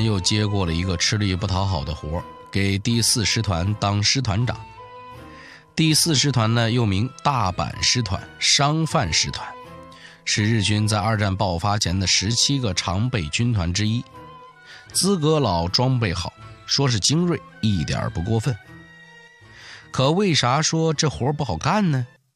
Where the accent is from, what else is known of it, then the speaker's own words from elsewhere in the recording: China; 我们中国人